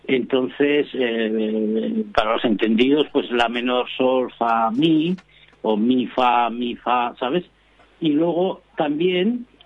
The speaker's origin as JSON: {"language": "Spanish", "region": "Aragon", "country": "Spain", "said": "Pero con 12, con 6 cuerdas dobles, que es un instrumento típico de Aragón, de mi tierra, ¿no?"}